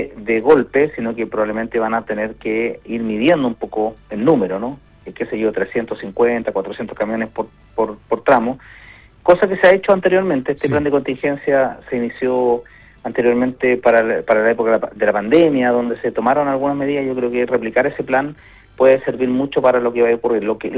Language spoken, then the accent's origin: Spanish; Los Andes, Valparaíso, Chile; sigo siendo un andino de tomo y lomo y de corazón.